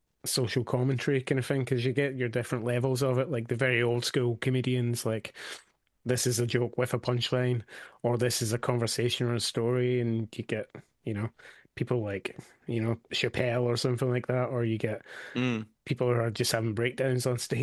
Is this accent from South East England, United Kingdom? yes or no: no; Scotland, United Kingdom; now in Australia; I'm from Scotland.